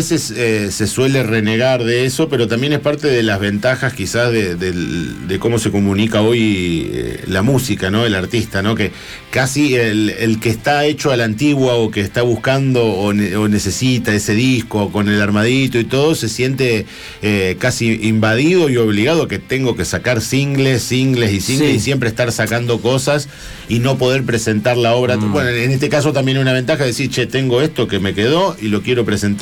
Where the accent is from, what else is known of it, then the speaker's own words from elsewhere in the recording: Villa Gobernador Gálvez, Santa Fe, Argentina; now in Rosario, Argentina; Somos una linda mezcla acá en Rosario. Bueno, yo ya soy más rosarino que... Yo estoy de Gálvez, ¿no? Villa Gobernador Gálvez.